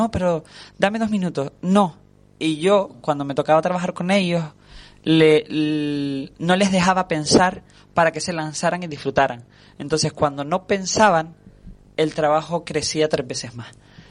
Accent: Canary Islands, Spain; son 53 actores y los 53, 50 somos canarios.

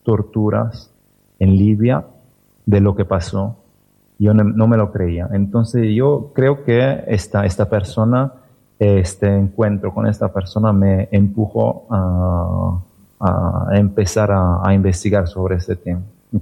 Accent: Italy; Spanish is a second language; moved away; Yo vengo de un barrio que es considerado como el barrio más multicultural de Italia. Yo nací en este barrio y toda mi educación la hice en este barrio, donde hay personas que vienen de muchos lugares del mundo.

